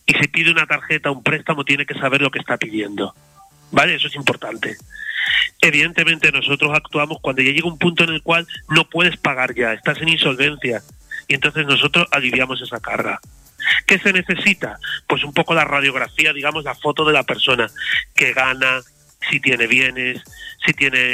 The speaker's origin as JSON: {"language": "Spanish", "region": "Andalusia", "country": "Spain", "moved": "yes", "said": "yo no soy de Madrid, yo soy de aquí de España, pero soy de una región de Andalucía."}